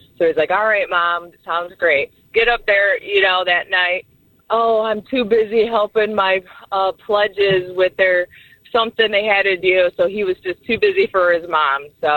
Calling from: Adrian, Michigan, United States; I'm from Adrian

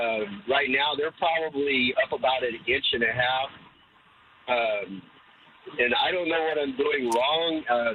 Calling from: Comfort, Texas, United States; I'm traveling from Comfort to San Antonio.

